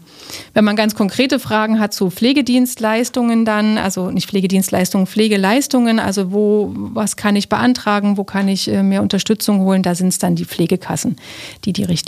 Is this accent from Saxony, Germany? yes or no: yes; Leipzig, Saxony, Germany; ich als Leipzigerin eben zum Beispiel hier im Leipziger Raum.